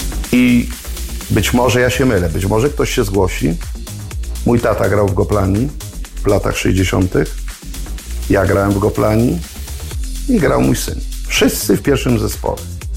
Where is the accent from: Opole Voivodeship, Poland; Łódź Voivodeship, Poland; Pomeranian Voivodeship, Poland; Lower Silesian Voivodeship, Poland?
Lower Silesian Voivodeship, Poland; Mirsk; also born or lived in Gryfów Śląski; Ja się urodziłem w Gryfowie Śląskim, bo ja nie jestem z Inowrocławia, naprzeciwko stadionu. W Mirsku mieszkałem na Dolnym Śląsku, w innej miejscowości, naprzeciwko stadionu.